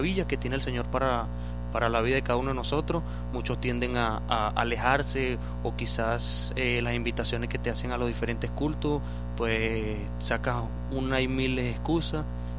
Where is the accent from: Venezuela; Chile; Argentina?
Venezuela; tengo 25 años, soy de Venezuela.